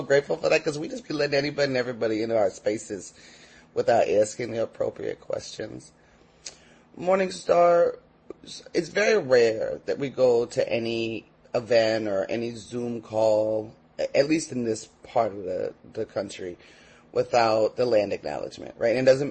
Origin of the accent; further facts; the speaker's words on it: the Bay Area, California, United States; when they heard I was from the Bay